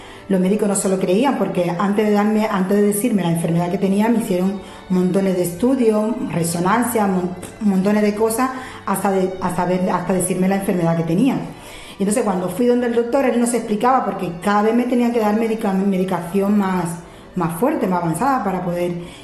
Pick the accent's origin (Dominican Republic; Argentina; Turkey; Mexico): Dominican Republic; moved away as an adult; now in Castellón, Spain; Soy de República Dominicana y ahora estoy aquí como miembro de la Iglesia de Castellón. Hace mucho tiempo que estoy aquí en España, desde el 2006.